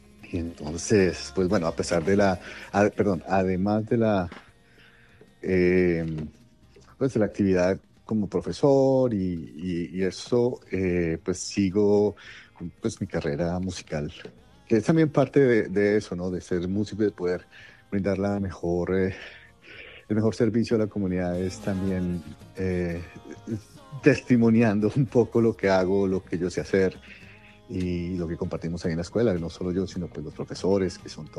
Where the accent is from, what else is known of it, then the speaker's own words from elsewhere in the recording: Colombia; now in New England, United States; música de mi tierra, Colombia, pero también pues de los sitios donde he vivido